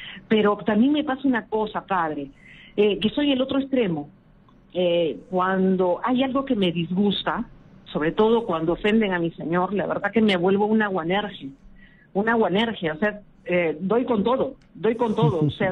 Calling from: Magdalena del Mar, Lima, Peru; de Magdalena.

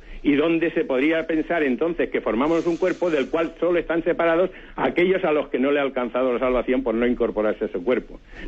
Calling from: Seville, Andalusia, Spain; de Sevilla.

